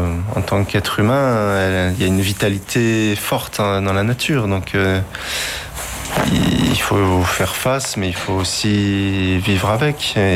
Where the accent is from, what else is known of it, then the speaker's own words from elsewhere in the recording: Provence-Alpes-Côte d'Azur, France; Oui, moi la nature, j'ai grandi dans la forêt sans aucun voisin. Donc, je suis originaire de la Provence. Et moi, j'ai grandi dans la forêt, donc pour moi c'est forcément important.